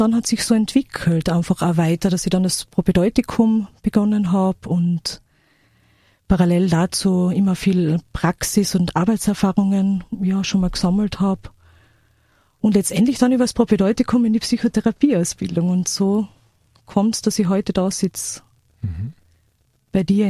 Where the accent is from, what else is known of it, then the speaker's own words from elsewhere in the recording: Carinthia, Austria; also born or lived in Villach; Ich bin in Villachstadt geboren und habe dann letztlich in Villachland, also in Kärnten, dann meine Kindheit und Schulzeit verbracht.